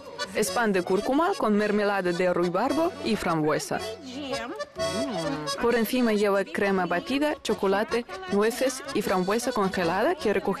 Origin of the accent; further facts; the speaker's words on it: Khabarovsk, Khabarovsk Krai, Russia; moved away as an adult; now in Nikolaevsk, United States; Soy de Khabarovsk, Rusia.